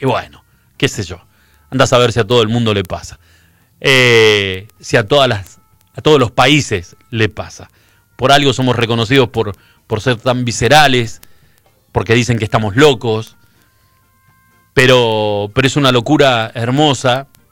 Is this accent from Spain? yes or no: no; Argentina; Somos todos argentinos